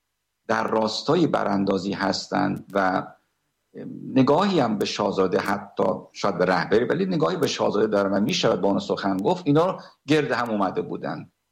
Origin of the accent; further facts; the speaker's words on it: Iran; خب منم ایرانی هستم،